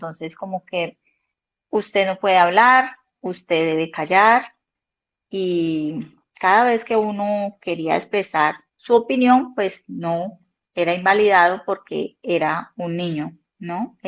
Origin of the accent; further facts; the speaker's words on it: Buenaventura, Valle del Cauca, Colombia; now in Cali, Colombia; Entonces, yo soy de Buenaventura, vine acá a Cali a estudiar la universidad.